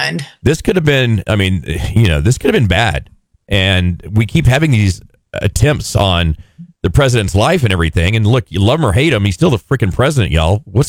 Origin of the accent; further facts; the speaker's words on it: United States; I'm an American.